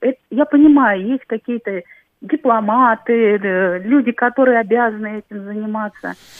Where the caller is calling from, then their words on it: Russia; Меня лично, как гражданку Российской Федерации, любящую свою страну